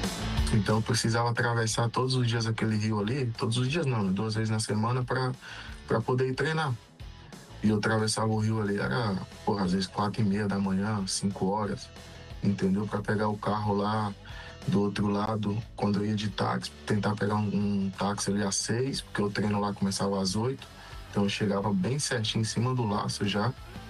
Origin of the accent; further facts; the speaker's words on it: Manga, Minas Gerais, Brazil; Ainda mais eu que venho lá do interior de Minas, entendeu? E moro numa cidade muito pequena, que não me oferecia quase nada, entendeu?